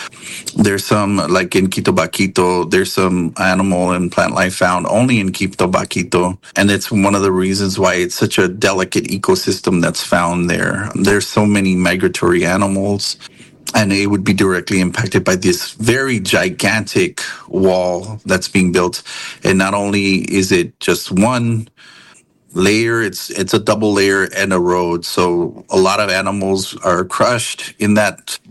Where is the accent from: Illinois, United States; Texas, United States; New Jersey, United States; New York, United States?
Texas, United States; also born or lived in New Mexico